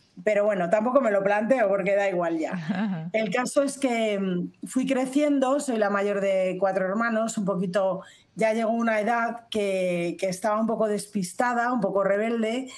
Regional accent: Spain; soy española, tengo 62 años, nací en el 64

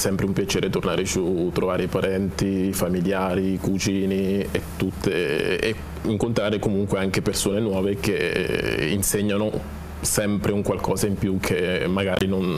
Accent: Macerata, Marche, Italy; sono nato a Macerata, sono cresciuto, ho studiato, ho fatto tutto il mio percorso, diciamo, della mia vita qui in Italia, a Macerata. Spesso tengo molto alle mie origini e peraltro ogni anno tendo ad andare al mio paese di origine

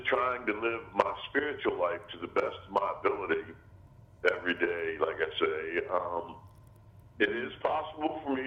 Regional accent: Washington, District of Columbia, United States; born there; now in Millsboro, Delaware, United States; I'm originally from Washington, D.C.

